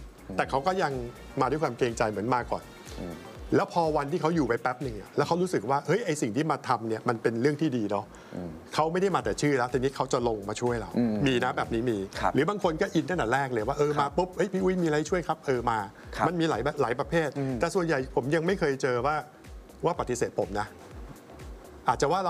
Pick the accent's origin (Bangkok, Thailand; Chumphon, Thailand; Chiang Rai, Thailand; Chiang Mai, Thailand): Bangkok, Thailand; เราเป็นคนที่เกิดและโตที่นี่เป็นคนพื้นที่เนาะ